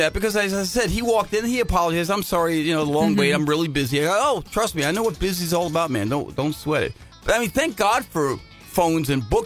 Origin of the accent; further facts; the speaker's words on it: New Jersey, United States; I'm from Jersey